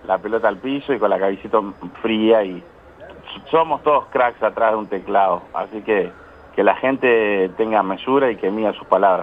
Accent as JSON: {"language": "Spanish", "country": "Uruguay", "said": "Nos duele, sí, por supuesto, como uruguayos"}